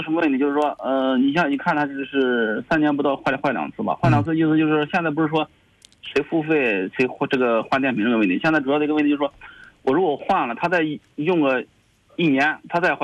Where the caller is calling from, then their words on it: Jinan, Shandong, China; 我济南的。